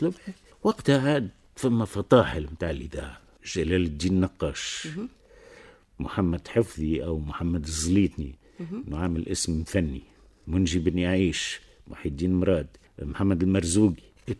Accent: Alexandria, Alexandria Governorate, Egypt; born there; أنا من مواليد الإسكندرية بمصر في 29 ديسمبر 39، من أب مصري وأم تونسية، الوالد من صعيد مصر والأم من شمال تونس.

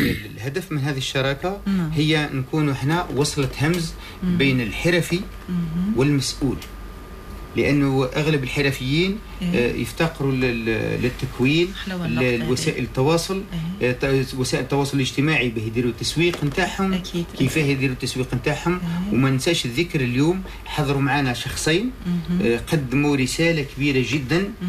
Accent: Algeria; وإحنا بصفتنا كجزائريين

